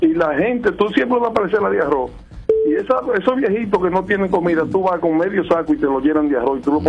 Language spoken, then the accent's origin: Spanish; Limón del Yuna, Monseñor Nouel, Dominican Republic; Yo soy del Limón del Yuna, específicamente. Yo puedo hablar de mi municipio